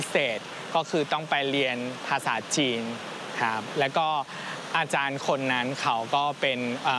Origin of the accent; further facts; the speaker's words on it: Taoyuan, Taiwan; Thai is a second language; ที่บ้านผมอยู่ที่ไต้หวันคือตั้งอยู่ในเมืองเถาหยวน